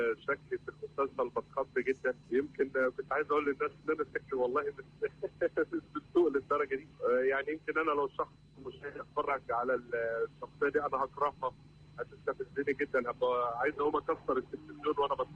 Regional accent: Egypt; إحنا كمصريين

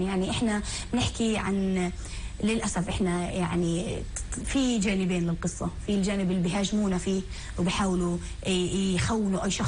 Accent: Palestine; إحنا عندنا الفلسطيني في كل محل هو سفير، يعني بالنهاية احنا بنمثل هويتنا.

